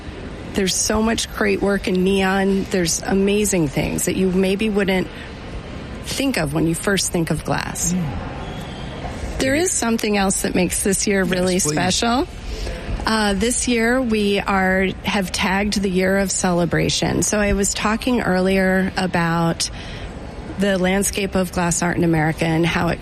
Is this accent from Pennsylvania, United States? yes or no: no; Georgia, United States; So I went to college at the Rhode Island School of Design, right out of Georgia.